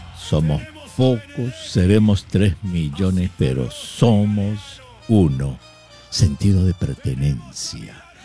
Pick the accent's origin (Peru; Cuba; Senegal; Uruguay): Peru; Yo soy súper peruano, más peruana que nunca.